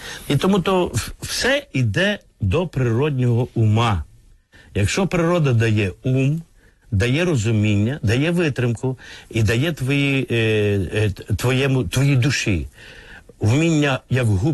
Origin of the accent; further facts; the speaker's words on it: Prykarpattia, Ukraine; moved away; я є вихідець із Прикарпаття.